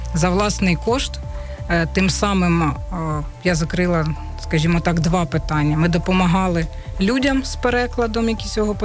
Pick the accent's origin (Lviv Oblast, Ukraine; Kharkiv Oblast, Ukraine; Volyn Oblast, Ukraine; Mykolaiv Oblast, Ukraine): Kharkiv Oblast, Ukraine; Kharkiv; moved away as an adult; now in Chernivtsi, Ukraine; Так, я з Харкова. Ну, я вже буковинка.